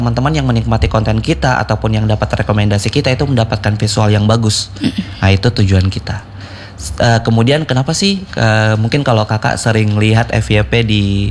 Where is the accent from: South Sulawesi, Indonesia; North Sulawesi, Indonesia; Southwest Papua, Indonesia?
Southwest Papua, Indonesia; Sorong; moved away; also born or lived in Bandung; Kebetulan saya juga lahir besar di Sorong.